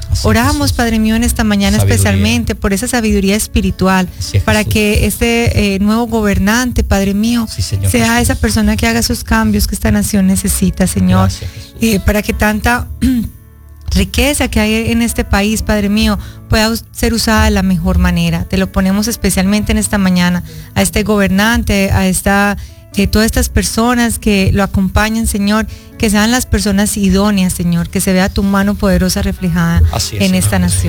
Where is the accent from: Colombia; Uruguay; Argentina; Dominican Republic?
Colombia; born there; nací en esta tierra hermosa, tierra bendita, como le decimos, gloria, Colombia.